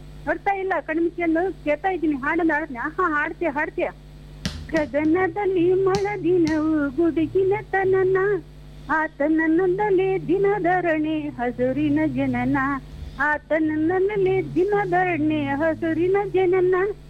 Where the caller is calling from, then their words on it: Rajur, Karnataka, India; Koppal district sir, Rajur